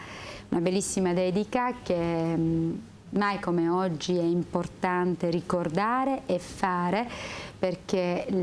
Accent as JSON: {"language": "Italian", "town": "Trapani", "region": "Sicily", "country": "Italy", "said": "Io provengo da una città di mare"}